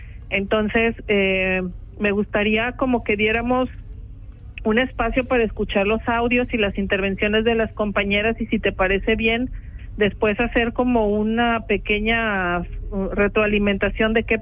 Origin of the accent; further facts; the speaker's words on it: Jalisco, Mexico; now in Switzerland; Puerto Vallarta, que es el sitio donde yo vivía antes de venir a Suiza, que es en el estado de Jalisco, de donde soy yo